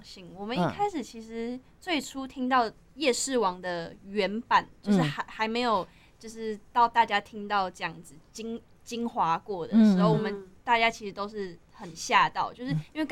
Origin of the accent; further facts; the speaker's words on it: South Korea; 但我是韩国人嘛？